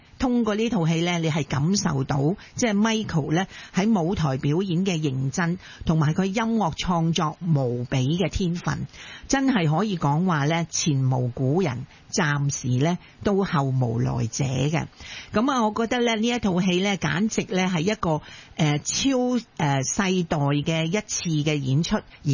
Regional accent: China; 原来咧外国人咧同我哋中国人咧教仔都一样嘅

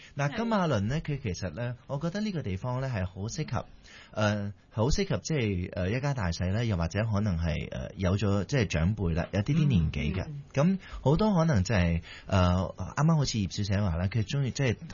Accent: Ipoh, Perak, Malaysia; also born or lived in Malacca / Penang; now in Kuala Lumpur, Malaysia; 咁我喺馬六甲出世啦，咁跟住就由細即係讀幼稚園咧，就搬咗入去怡寶啦，咁就喺怡寶咧就讀到Form Two

